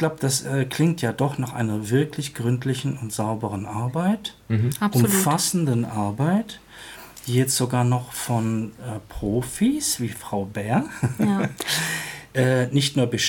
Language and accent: German; Germany; also born or lived in France; ich bin nicht nur Deutscher, ich bin auch Franzose, ich bin Europäer